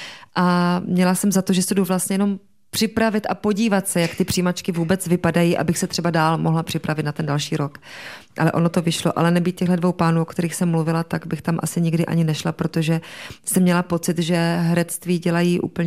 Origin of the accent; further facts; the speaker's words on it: Hodonín, South Moravian Region, Czechia; Já jsem měla krásné dětství, a když se řekne slovo dětství, tak já to mám zalitý opravdu sluncem, protože jsem vyrůstala ve velmi milující rodině.